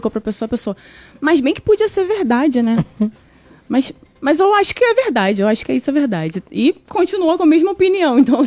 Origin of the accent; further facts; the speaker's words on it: Maricá, Rio de Janeiro, Brazil; born there; sou jornalista, sou natural do Rio de Janeiro, mas moro em Maricá desde os meus 8 anos.